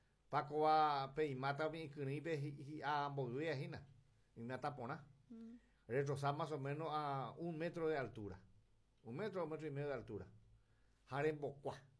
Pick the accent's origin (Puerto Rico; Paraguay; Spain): Paraguay; ¿Qué es lo que soñamos nosotros como paraguayos?